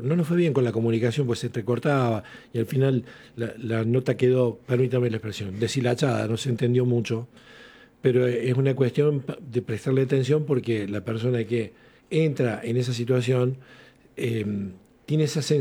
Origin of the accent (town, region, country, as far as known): Arroyo Cabral, Córdoba, Argentina; born there